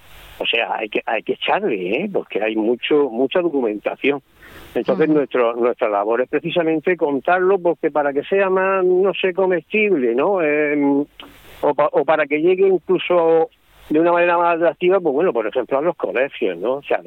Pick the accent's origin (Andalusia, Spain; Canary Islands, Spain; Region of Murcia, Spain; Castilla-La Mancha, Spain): Region of Murcia, Spain; Murcia; y yo, pues yo soy de Murcia, y nadie sabía qué era y qué dónde estaba y qué es lo que tenía Murcia.